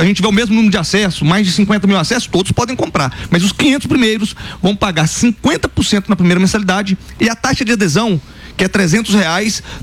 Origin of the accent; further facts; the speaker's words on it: Rio Grande do Sul, Brazil; moved away; also born or lived in London / Sydney / Lublin; Sou lá do Rio Grande do Sul.